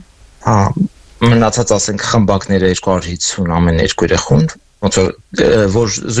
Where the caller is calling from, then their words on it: Los Angeles, California, United States; Լոս Անջելեսից եմ զանգահարում